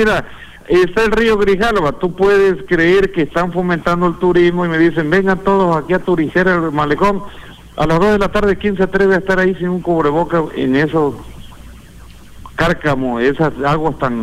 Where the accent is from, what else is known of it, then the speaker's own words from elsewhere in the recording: Villahermosa, Tabasco, Mexico; born there; yo nací aquí en Villahermosa